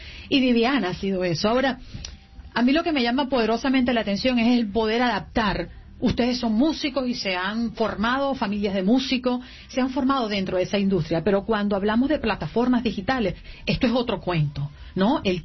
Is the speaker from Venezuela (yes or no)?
yes; Venezuela; moved away; yo soy venezolana